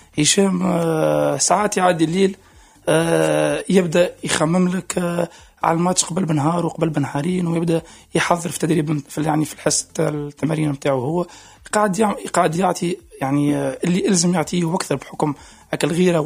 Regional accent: Tunisia; احنا عندنا في تونس

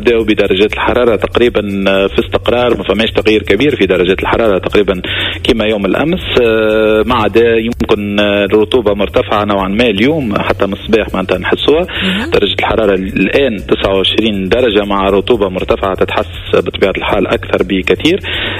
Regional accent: Tunisia; الطقس بتاعنا في تونس

